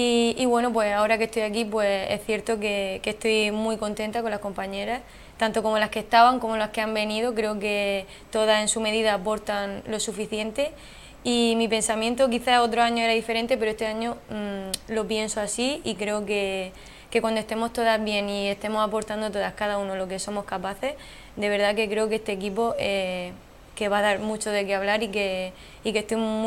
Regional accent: Murcia, Region of Murcia, Spain; Yo soy de Murcia, pero la temporada pasada estuve jugando en Barcelona.

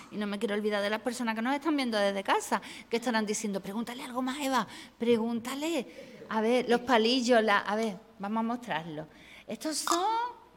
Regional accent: Seville, Andalusia, Spain; born there; also born or lived in Cádiz / Conil de la Frontera; Sevilla, yo me siento muy sevillana, porque yo nací en Sevilla.

